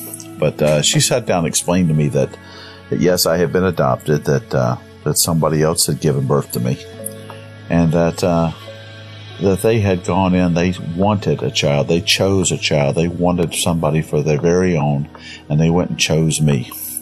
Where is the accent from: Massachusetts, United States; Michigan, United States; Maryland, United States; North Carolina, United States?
North Carolina, United States; Concord; And I was raised in Concord, North Carolina, which is in Cabarrus County in the beautiful heart of North Carolina in the Piedmont region.